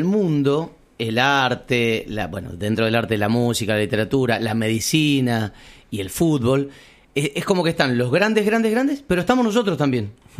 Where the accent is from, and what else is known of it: Argentina